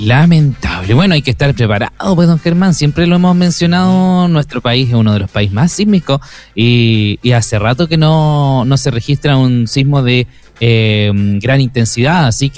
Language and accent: Spanish; Chile; aquí en nuestro país